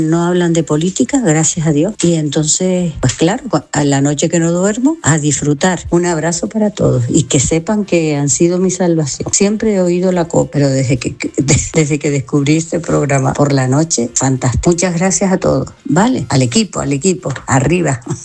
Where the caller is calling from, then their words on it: Canary Islands, Spain; Aquí una canaria con mal dormir